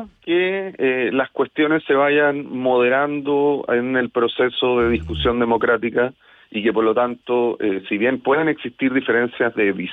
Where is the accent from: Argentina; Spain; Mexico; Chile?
Chile; creo que como cualquier chileno